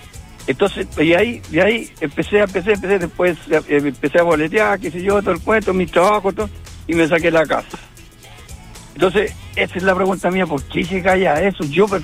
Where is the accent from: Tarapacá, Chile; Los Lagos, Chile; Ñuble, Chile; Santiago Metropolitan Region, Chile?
Santiago Metropolitan Region, Chile; Santiago; moved away; yo soy de Santiago. Bueno, era de Santiago. Y allá había un cine que se llama Cinerama.